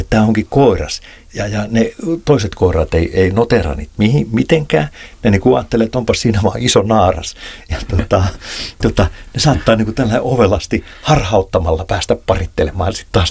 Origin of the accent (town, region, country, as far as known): Pori, Satakunta, Finland